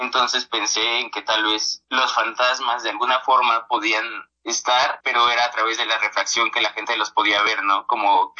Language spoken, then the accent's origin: Spanish; Tláhuac, Mexico City, Mexico; moved away as an adult; now in Taxco, Mexico; yo nací y crecí allá en Tláhuac. Y ya después de ahí me vine aquí a estudiar a la Facultad de Artes, pero no en Xochimilco, me vine a Taxco